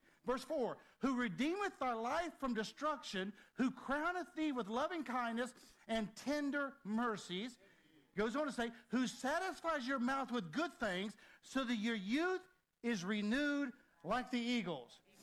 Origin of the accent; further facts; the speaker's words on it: Helltown, Virginia, United States; I'm a preacher from Helltown, Virginia. This place used to be documented Helltown.